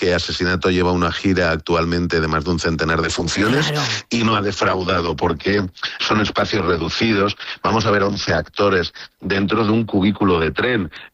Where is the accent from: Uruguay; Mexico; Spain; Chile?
Spain; Valencian Community; nosotros como valencianos